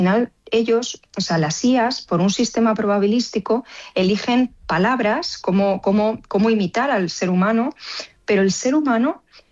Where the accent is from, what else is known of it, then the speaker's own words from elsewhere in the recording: Villarrobledo, Castilla-La Mancha, Spain; now in Chinchilla de Montearagón, Spain; yo soy de Villarrobledo. Ahora vivo en Chinchilla de Montaragón, pero soy de Villarrobledo.